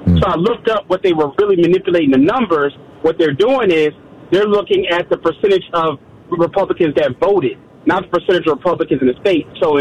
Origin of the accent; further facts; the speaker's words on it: Delaware, United States; But anyway, I'm from Delaware, as you saw.